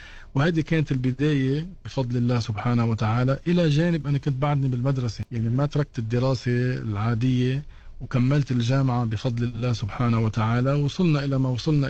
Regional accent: Beirut, Beirut Governorate, Lebanon; نشأت في بيروت بأسرة يعني متواضعة، بحب العلم والعلماء، محافظين على كثير من الطاعات

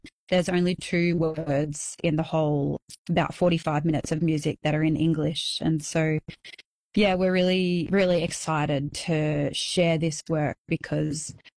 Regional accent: Bendigo, Victoria, Australia; moved away as an adult; now in Melbourne, Australia; And I am Yorta Yorta. I grew up on Jarraja in Bendigo and have been living in Nam for about 15 years.

